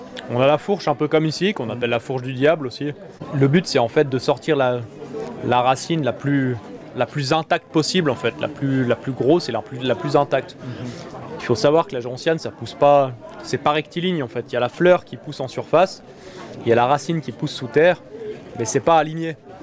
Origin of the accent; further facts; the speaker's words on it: Auvergne-Rhône-Alpes, France; On a fait quasiment 5 heures de bagnole, on vient de Savoie.